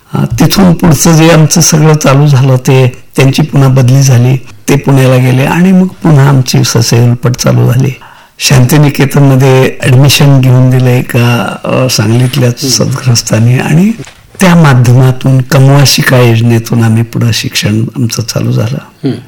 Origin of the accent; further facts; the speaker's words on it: Aran, Maharashtra, India; आणि त्याच गावामध्ये आमचाही जन्म झालेला आहे. मूळ गाव माझं आरण आहे.